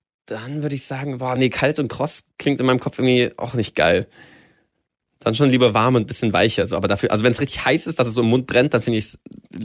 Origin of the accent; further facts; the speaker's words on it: Baden-Württemberg, Germany; Erstmal so da lokal in dem Dorf, wo ich aufgewachsen bin. In Nähe von Stuttgart tatsächlich.